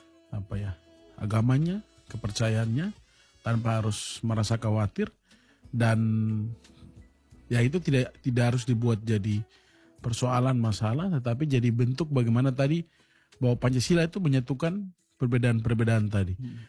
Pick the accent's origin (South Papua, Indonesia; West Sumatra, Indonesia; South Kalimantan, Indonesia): South Papua, Indonesia; semenjak kita lahir dan besar di Papua Selatan ini